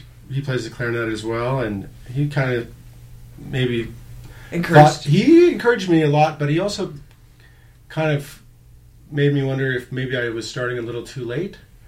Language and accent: English; Vancouver, British Columbia, Canada; I grew up on Commercial Drive